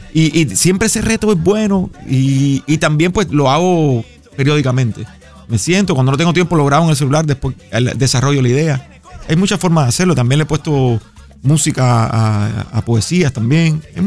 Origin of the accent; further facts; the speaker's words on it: Cuba; moved away; Cuando llegué de Cuba traía muchas canciones, escribía mucho y nadie me grababa, es la verdad.